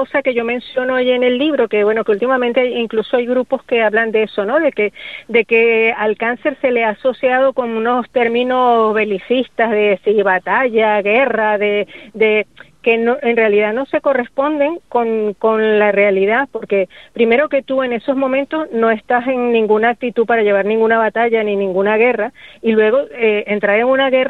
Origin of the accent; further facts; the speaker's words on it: Venezuela; now in Gran Canaria, Spain; Sí, tengo ya más de 20 años viviendo en Gran Canaria, o sea que puedo decir ya que soy mitad canaria, mitad venezolana, por decirlo de alguna manera.